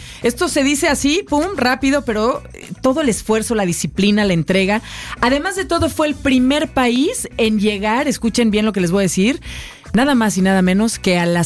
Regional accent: Mexico; en México brillamos mucho en deportes independientes

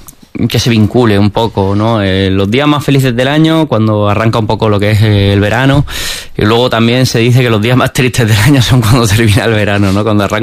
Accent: Melilla, Spain; Bueno, pues yo que soy de Melilla y he vuelto, volver a Melilla, ¿no? Ver la calidad de vida que tengo.

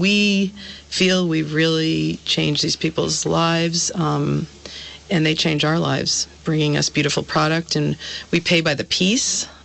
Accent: United States; We don't come in as big American

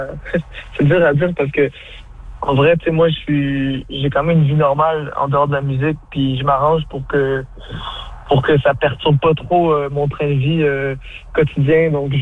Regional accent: Quebec, Canada; Parce que je suis québécois

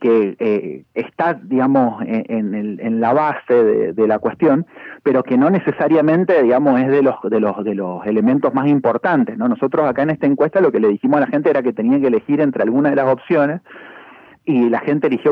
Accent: Argentina

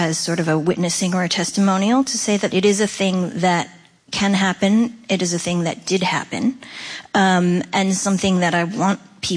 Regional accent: Pennsylvania, United States; born there; In my first elementary school, I was born outside of Pittsburgh, and I was one of 2 people of color.

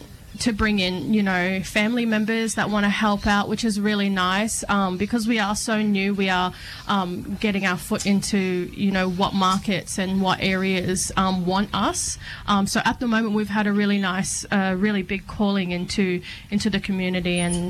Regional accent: Cairns, Queensland, Australia; now in Brisbane, Australia; I grew up in Cairns, up in North Queensland. I live here now in Brisbane. But my mob is Jitterbal, Cookie LNG, Oompala and Birriggubba. So you could say that I'm as North Queensland as you can get.

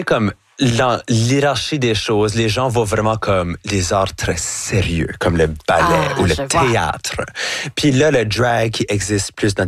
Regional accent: New Brunswick, Canada; accent: Chiac; So là, de complètement laisser ça aller, puis de faire tout ce que je fais avec mon accent, avec mon chiac. Pour moi, c'est comme, ah ben c'est bien plus fun parce que là, tout d'un coup, je peux comme apporter l'Acadie avec moi partout où j'y vais.

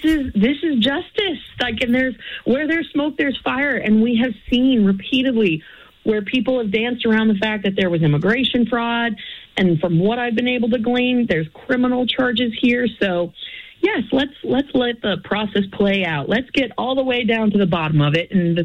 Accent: Castle Rock, Colorado, United States; So, you know, that's my home state. I grew up in Castle Rock, but not too far, about 40 miles north of there.

